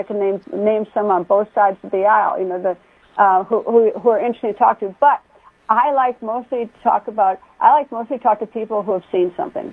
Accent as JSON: {"language": "English", "region": "Wisconsin", "country": "United States", "said": "I get that. I'm from Wisconsin."}